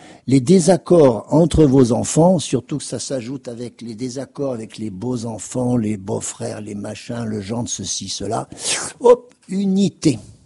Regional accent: Auvergne-Rhône-Alpes, France; parce qu'on est originaire de l'Auvergne, alors ça, c'est sacré dans notre famille.

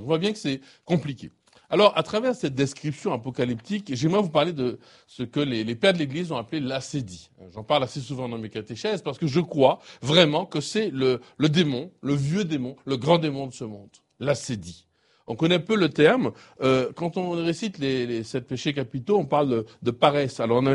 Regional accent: Martinique; comme on dit chez nous en Martinique, la terre n'a pas capoté

